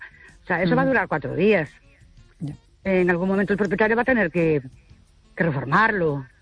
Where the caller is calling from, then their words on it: Ourense, Galicia, Spain; de Ourense otra vez.